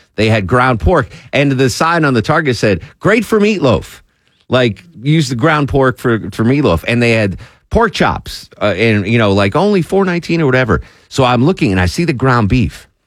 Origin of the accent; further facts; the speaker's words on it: Connecticut, United States; I'm from rural Connecticut.